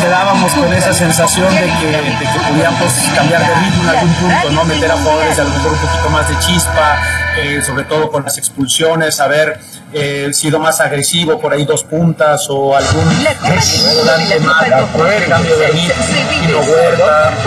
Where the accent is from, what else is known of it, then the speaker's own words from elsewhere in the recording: Mexico; también somos mexicanos